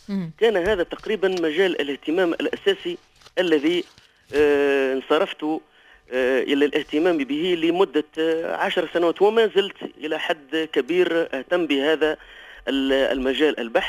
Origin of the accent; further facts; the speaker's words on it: Tunisia; وفي بلادنا تونس